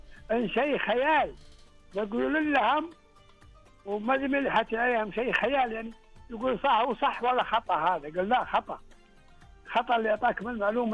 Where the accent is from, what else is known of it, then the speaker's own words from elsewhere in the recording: Ha'il, Ha'il Province, Saudi Arabia; وعن حايل، وعن الحدائق بالحايل، وعن المهرجانات، وعن ركزت أنا على ديرتي على مس جدي بالذات